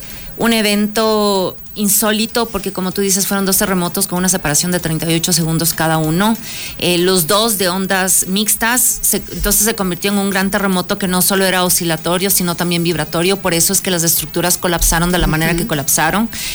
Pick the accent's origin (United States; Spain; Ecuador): Ecuador